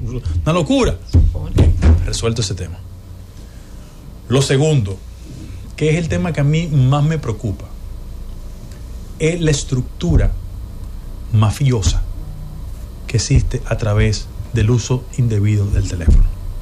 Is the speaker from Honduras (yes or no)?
no; Dominican Republic; yo como dominicano